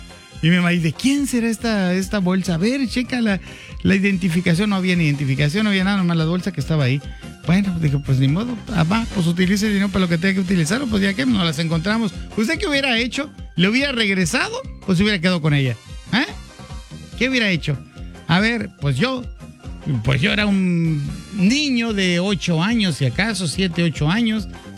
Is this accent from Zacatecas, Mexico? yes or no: no; Sonora, Mexico; Y yo soy de Sonora.